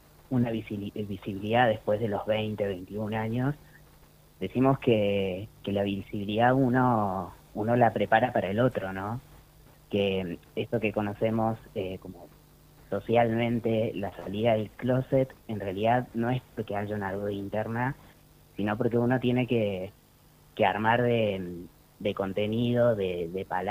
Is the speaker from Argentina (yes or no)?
yes; Ingeniero Jacobacci, Río Negro, Argentina; also born or lived in Córdoba; yo soy nacido de origen en Córdoba, pero desde muy pequeño crecí en Jacobasi.